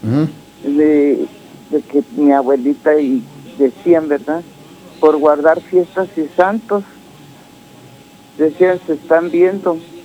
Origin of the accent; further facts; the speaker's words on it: Ciudad Juárez, Chihuahua, Mexico; now in United States; ahí vamos con la edad, porque yo nací en Juárez